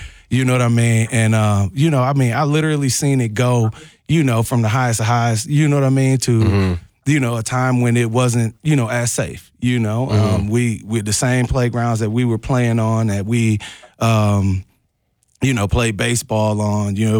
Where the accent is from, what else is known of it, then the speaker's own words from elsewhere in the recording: Milwaukee, Wisconsin, United States; We grew up out in, at the time, on 95th and Brown Deer Road, you know. It was called the Meadows back then. Yeah. I think it might be the Woodlands now.